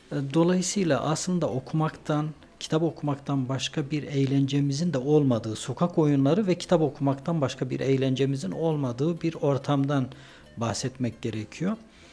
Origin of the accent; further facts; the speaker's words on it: Anatolia, Turkey; also born or lived in Istanbul; now in Ankara, Turkey; Küçük bir Anadolu şehrinde doğup büyüdüm. Dolayısıyla 80'li yıllarda doğdum ve 80'lerin çocuğuyum.